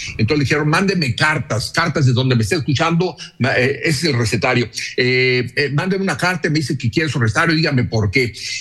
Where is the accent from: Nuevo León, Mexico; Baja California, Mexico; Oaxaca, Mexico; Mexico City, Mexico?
Mexico City, Mexico; also born or lived in Aguascalientes / Tabasco; now in Comitán, Mexico; empezando en la Ciudad de México. Yo soy chilango, pero lo he hecho en Sudamérica, en Centroamérica, en Tabasco también. Estuve saliendo de Aguascalientes, me fui a Tabasco, ahora me regresé acá a Chiapas, a Comitán.